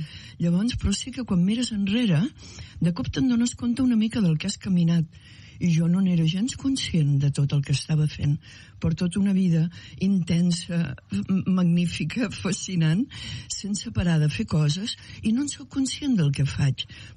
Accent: Calella, Catalonia, Spain; moved away as an adult; now in Brazil; Mira, vaig néixer a Calella, vaig estudiar a Calella, em vaig enamorar a Calella. Vaig ser filla de 2 artistes de Calella.

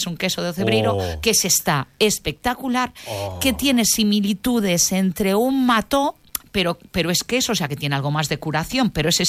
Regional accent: Touro, Galicia, Spain; Yo soy de Touro, pero entraría dentro de esa delimitación

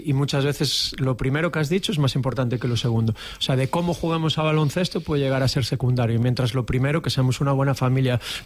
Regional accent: Santiago de Compostela, Galicia, Spain; now in La Seu d'Urgell, Spain; nací en Santiago de Compostela en un 3 de junio de 1980.

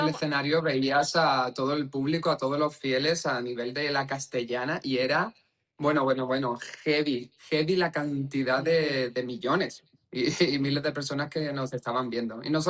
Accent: Spain; nosotros, ya no solamente como artistas, sino como españoles en general, es un orgullo que salgan producciones by Spain

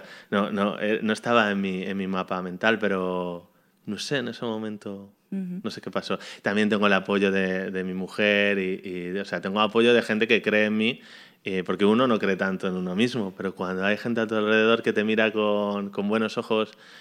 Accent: Madrid, Community of Madrid, Spain; also born or lived in Germany; yo soy de Madrid, en Madrid, bueno, en Jerez, porque tengo muchos amigos de Jerez, porque mi familia es de allí

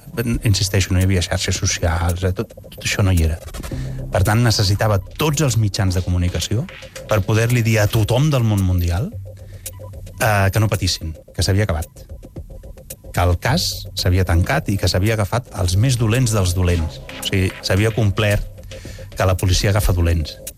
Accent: Breda, Catalonia, Spain; jo estava al poble, jo soc de Breda, jo estava a Breda

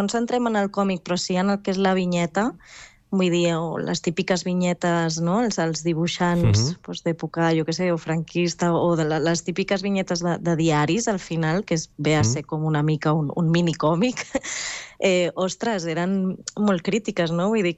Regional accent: Barberà del Vallès, Catalonia, Spain; born there; now in Vall de Camprodon, Ripollès, Spain; vaig néixer a Barberà, però visc en un poblet aquí al Ripollès, a la vall de Camprodon.

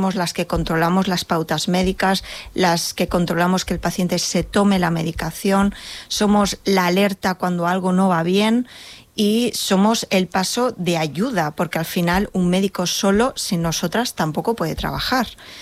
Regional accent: Molins de Rei, Catalonia, Spain; also born or lived in Barcelona; yo nací en Barcelona, soy nacida en Barcelona, pero yo me he criado aquí en Molins.

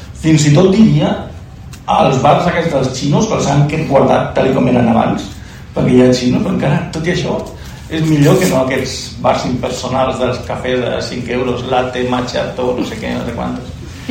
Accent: Cornellà de Llobregat, Catalonia, Spain; moved away as an adult; now in Cubelles, Spain; jo soc de Cornellà, també he hagut de fugir de Barcelona per culpa de de la gentrificació tan, tan clar. I ara visc a Cubelles.

